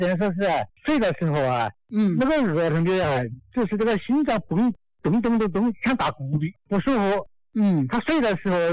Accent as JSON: {"language": "Chinese", "town": "Xiantao", "region": "Hubei", "country": "China", "said": "我是仙桃张沟，张沟镇三通村齐走。"}